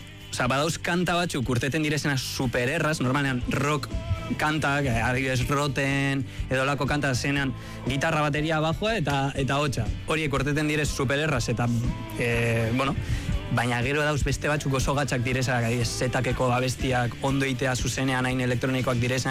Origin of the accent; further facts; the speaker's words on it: Gorliz, Basque Country, Spain; hogeita sortzi urte, Gorlizekoa, ez Ordizi, Gorliz, Gorliz Bizkaia, Bilbondoan.